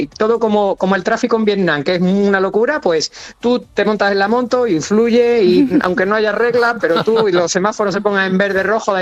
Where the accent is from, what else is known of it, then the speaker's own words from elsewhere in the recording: Seville, Andalusia, Spain; yo soy sevillano, yo soy de Sevilla